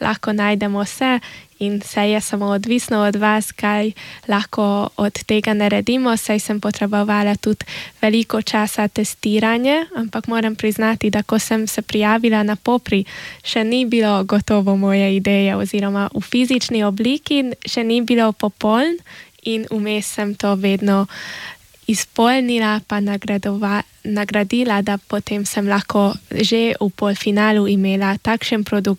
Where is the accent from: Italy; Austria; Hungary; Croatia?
Hungary; Sakalovci, Vas; also born or lived in Budapest; Ja sem iz Sakalovec, sem porabska Slovenka, tako oče kot mama sta porabska Slovenca.